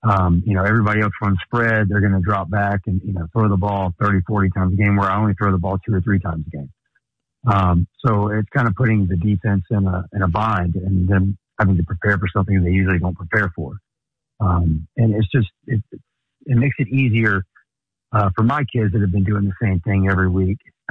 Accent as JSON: {"language": "English", "region": "Georgia", "country": "United States", "said": "I mean, I'm from Georgia, and I've coached in high school Georgia football for a long time."}